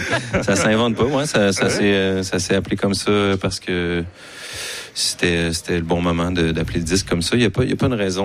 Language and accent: French; Saint-Hyacinthe, Quebec, Canada; Je viens de Saint-Hyacinthe